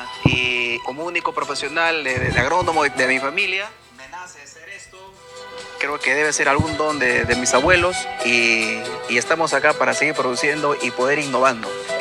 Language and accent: Spanish; Peru; Necesitamos sacar el producto de nuestro país.